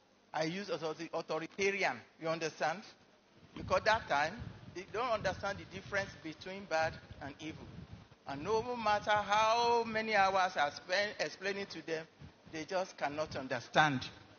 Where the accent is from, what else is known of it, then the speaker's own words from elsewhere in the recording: Ondo, Nigeria; as an African, as a Nigerian, as an Ondo woman